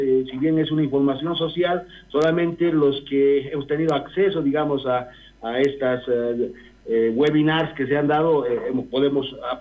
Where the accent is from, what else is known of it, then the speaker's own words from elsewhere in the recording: Toledo, Oruro, Bolivia; yo también vengo del sector de Toledo